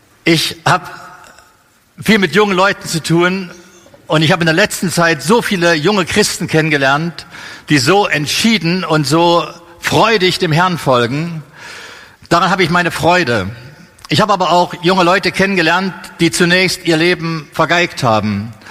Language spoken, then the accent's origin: German; Germany; Ich komme aus dem Nordosten von Deutschland, also ein Vollblut-Ossi. Wir leben dort seit 22 Jahren.